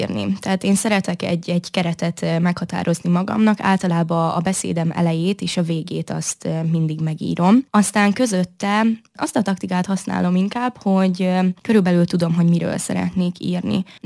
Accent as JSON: {"language": "Hungarian", "region": "Vojvodina", "country": "Serbia", "tie": "born or raised there", "moved": "as an adult", "lives_now": "Hungary", "said": "Igazából én szerb közegben nőttem fel, és szerintem ez nagyon kihatással is van a személyiségemre. Nem tudom, hogy mennyire közhelyes ez, hogy a vajdaságiak vagy a szerbek, ők ilyen nagyon lazák"}